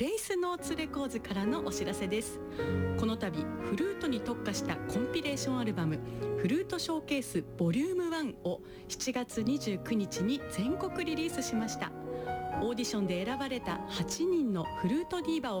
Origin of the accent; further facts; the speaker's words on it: Yamagata, Japan; born there; 私も実は山形の、はい、山形北高というところの音楽科の出身だったんですけど